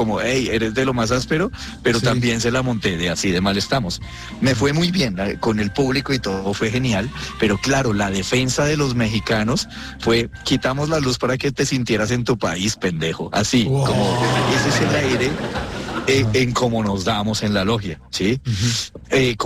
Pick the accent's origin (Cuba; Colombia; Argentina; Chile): Colombia